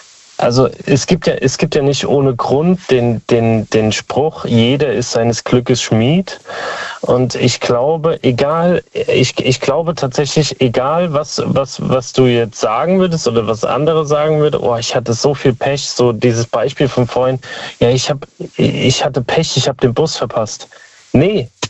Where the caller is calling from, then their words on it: Speyer, Rhineland-Palatinate, Germany; Aus Speyer.